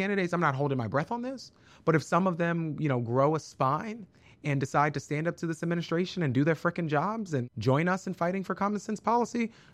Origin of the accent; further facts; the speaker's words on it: Pennsylvania, United States; just in my home state of Pennsylvania